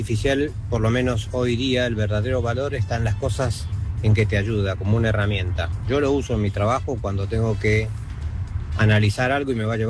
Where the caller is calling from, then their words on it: Buenos Aires, Argentina; de Belgrano